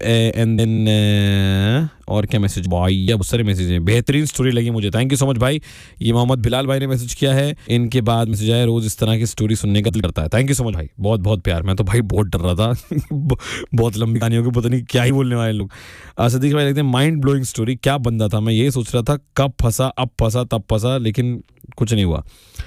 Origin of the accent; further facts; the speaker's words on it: Chandigarh, India; also born or lived in Sonipat / Delhi; मैं चंडीगढ़ में ही पैदा हुआ हूँ, पला बड़ा हूँ वहाँ पे काफी वक्त तक।